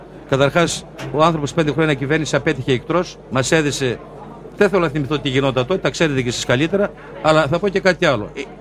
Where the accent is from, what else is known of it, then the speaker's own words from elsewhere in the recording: Central Macedonia, Greece; born there; moved away; σε ένα χωριό της Πιερίας γεννήθηκα